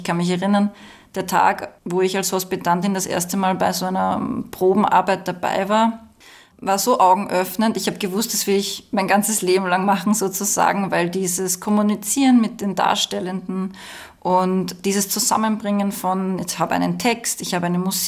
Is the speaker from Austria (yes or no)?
yes; Waidhofen an der Ybbs, Lower Austria, Austria; Also ich bin ja aufgewachsen eben in Waidhofen an der Ybbs im Mostviertel